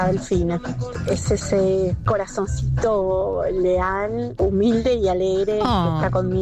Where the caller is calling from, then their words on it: Guernica, Buenos Aires Province, Argentina; soy de Guernica